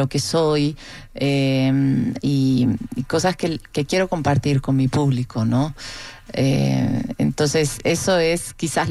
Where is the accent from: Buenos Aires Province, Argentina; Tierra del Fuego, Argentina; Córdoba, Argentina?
Córdoba, Argentina; moved away; yo sé que soy de Córdoba y entiendo que todo lo que soy tiene que ver con el lugar donde crecí